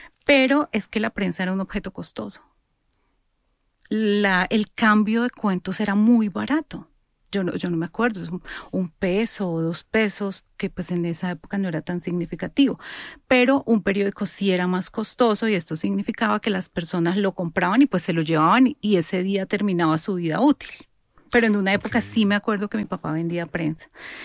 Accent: Bogotá, Colombia; yo nací en Bogotá. Mi infancia la pasé en un barrio del sur de Bogotá que se llama Santa Inés, muy cerca al 20 de julio. Mis papás eran santandereanos. Ellos primero migraron a Medellín y luego migraron aquí a Bogotá, donde ya se establecieron

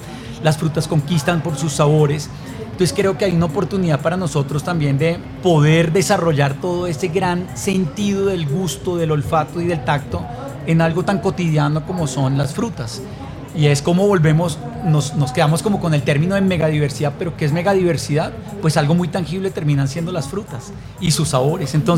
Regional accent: Colombia; es un gran reto que tenemos como colombianos también

